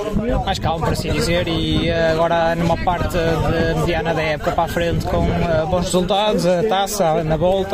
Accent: Penafiel, Norte, Portugal; da Penafiel, que é a minha terra

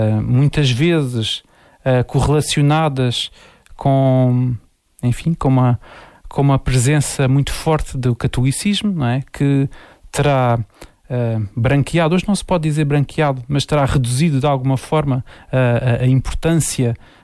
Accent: Silves, Algarve, Portugal; Eu cresci no Conselho de Silves, estudei em Silves

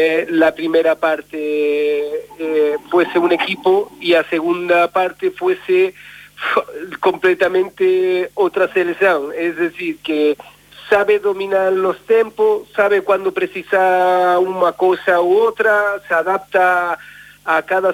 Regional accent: Spain; para mí, como español y como amante del fútbol

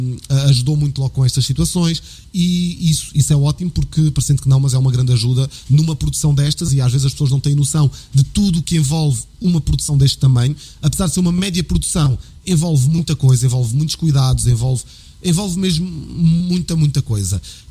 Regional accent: Abrantes, Santarém, Portugal; now in Lisbon, Portugal; origens e tenho sempre uma ligação, apesar de viver em Lisboa, tenho uma ligação sempre muito forte à minha terra. E eu queria gravar cá o videoclipe porque me fazia sentido. Festa da aldeia e tudo, não ia para outra aldeia qualquer, tinha que ser em Abrantes.

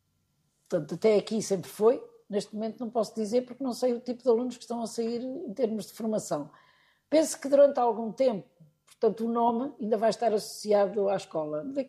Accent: Coimbra, Centro, Portugal; moved away as an adult; now in Fundão, Portugal; Portanto, sou de Coimbra, também é natural.

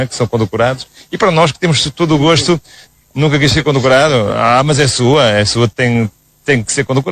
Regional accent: Braga, Portugal; Sou de Braga, sim, sou de Braga.

